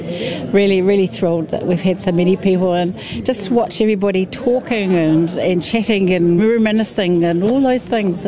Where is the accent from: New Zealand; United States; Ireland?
New Zealand; Auckland; now in Tinui, New Zealand; I was brought up in Auckland